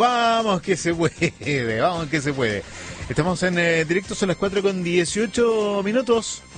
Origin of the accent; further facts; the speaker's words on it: Colbún, Maule, Chile; Hola, buenas tardes … soy de Colbún, me gustaría escuchar